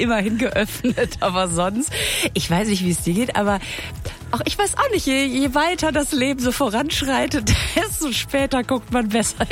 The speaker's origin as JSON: {"language": "German", "town": "Münster", "region": "North Rhine-Westphalia", "country": "Germany", "tie": "born or raised there"}